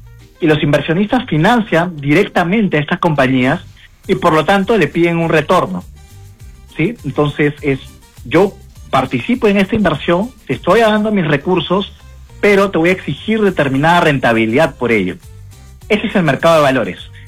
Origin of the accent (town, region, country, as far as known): Peru